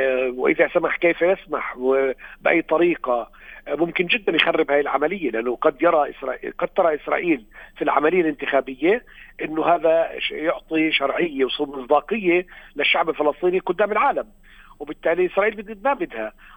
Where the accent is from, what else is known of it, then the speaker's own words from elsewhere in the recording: Palestine; هل سنجد كفلسطينيين طريقة للانتخابات في القدس المحتلة